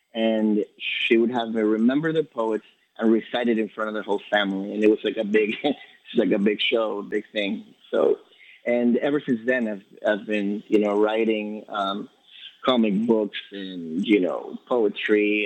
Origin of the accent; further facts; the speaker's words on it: Guayaquil, Guayas, Ecuador; moved away; So I'm originally from Ecuador, Guayaquil, Ecuador, the coast.